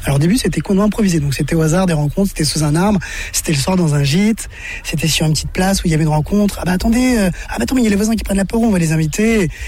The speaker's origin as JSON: {"language": "French", "country": "France", "tie": "born or raised there", "said": "moi, en grandissant en France"}